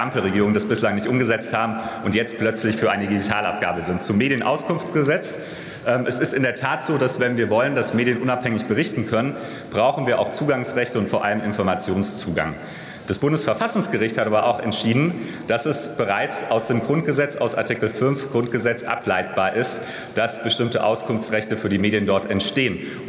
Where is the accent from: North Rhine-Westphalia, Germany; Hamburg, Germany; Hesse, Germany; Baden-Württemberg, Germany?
Hesse, Germany; Hanau; In meiner Heimat, der Hanauer Anzeiger, ist die drittälteste Tageszeitung in Deutschland